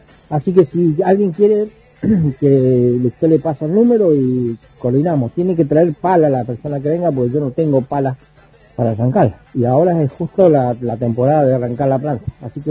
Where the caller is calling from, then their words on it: Argentina; acá de Cuadro Manera, vivo pegado a la farmacia, tengo un cartel de plomero